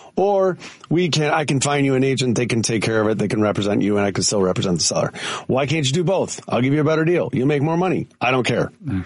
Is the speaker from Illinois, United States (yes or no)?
yes; Wilmette, Illinois, United States; I'm from Wilmette.